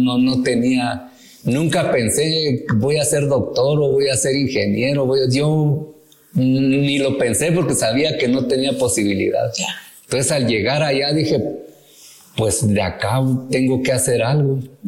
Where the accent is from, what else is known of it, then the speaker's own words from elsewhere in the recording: Cimatlán, Oaxaca, Mexico; Originario, soy del estado de Oaxaca, específicamente de un pueblo que se llama Yoquesco de Aldama, Cimatlán.